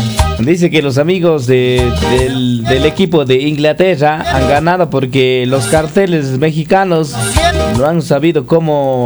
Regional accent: Ecuador; Así somos los ecuatorianos de locos

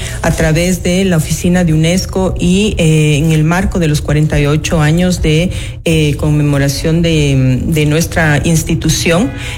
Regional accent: Ecuador

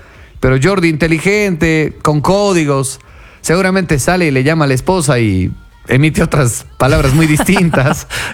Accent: Ecuador

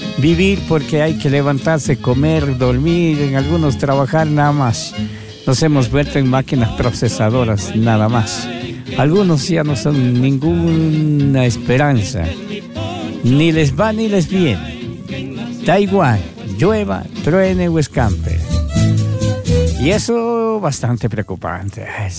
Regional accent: Latacunga, Cotopaxi, Ecuador; Somos de la Tacunga.

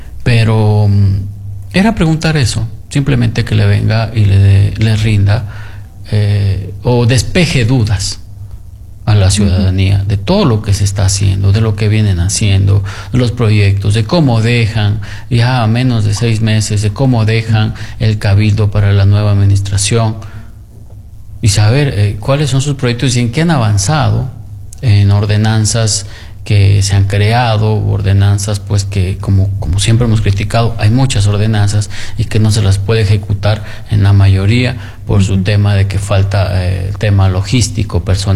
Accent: Loja, Ecuador; como ecuatorianos, porque somos parte de Ecuador.

